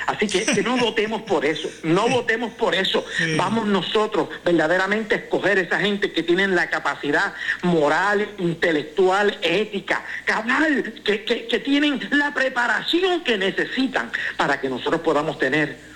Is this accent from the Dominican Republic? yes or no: no; Puerto Rico; a nosotros como puertorriqueños